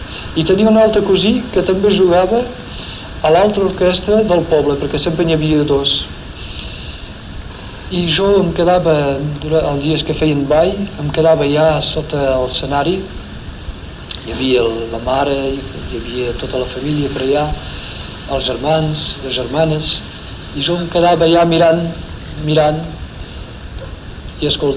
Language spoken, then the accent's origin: Catalan; Le Boulou, Occitania, France; also born or lived in Ascó, Tarragona, Spain; Quan era petit, al Bolú